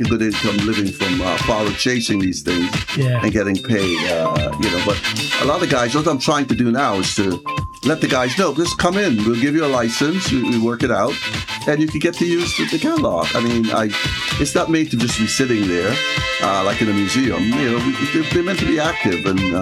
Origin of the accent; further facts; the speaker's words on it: Leeds, Yorkshire and the Humber, United Kingdom; So the guy says, yeah, he's from Leeds. And I'm from Leeds, and his wife, and he brought his wife.